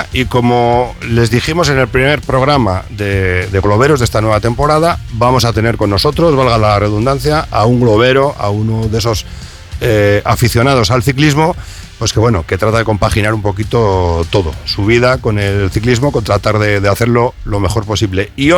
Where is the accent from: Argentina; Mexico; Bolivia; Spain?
Spain; Villagonzalo; yo también soy de Villagonzalo